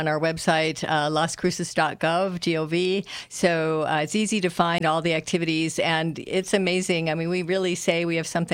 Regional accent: Illinois, United States; now in Las Cruces, United States; I'm from Illinois originally.

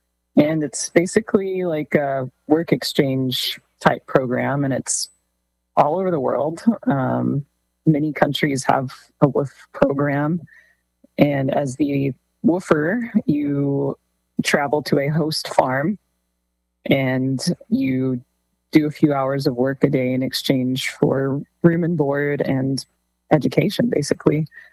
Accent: Odessa, Texas, United States; now in Menard, United States; No, I grew up in Odessa in the real oil country.

